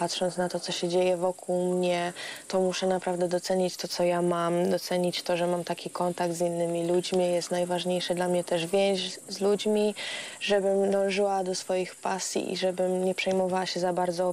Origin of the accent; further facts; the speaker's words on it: Bilcza, Świętokrzyskie Voivodeship, Poland; Ja jestem z Kielc, z okolicy Kielc Bilczy.